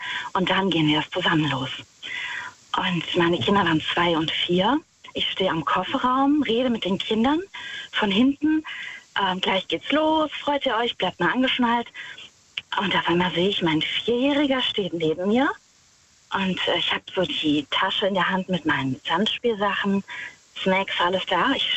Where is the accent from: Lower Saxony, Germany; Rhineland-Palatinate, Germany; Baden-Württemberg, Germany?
Rhineland-Palatinate, Germany; Ich bin aus der Nähe von Wittlich.